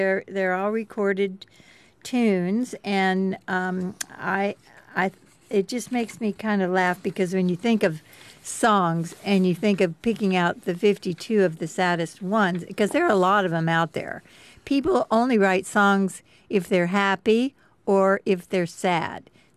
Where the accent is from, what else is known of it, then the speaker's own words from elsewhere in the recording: the South, United States; That's why growing up in the South, everybody's called darling.